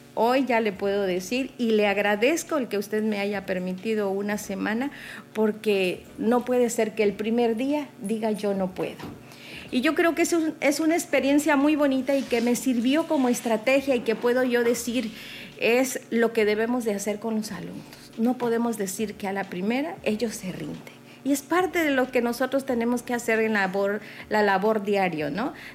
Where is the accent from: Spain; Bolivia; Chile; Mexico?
Mexico; Palizada, Campeche; moved away; soy originaria de Empalizada